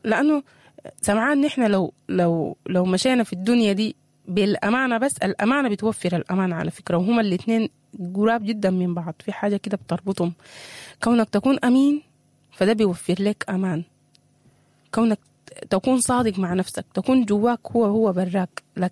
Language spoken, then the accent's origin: Arabic; Sudan; ونحن ده حاصل عندنا في السودان كثير جدا في سياساتنا الكبيرة ولا سياساتنا الصغيرة, حتى في مجتمعاتنا.